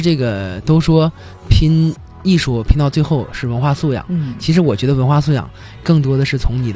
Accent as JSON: {"language": "Chinese", "country": "China"}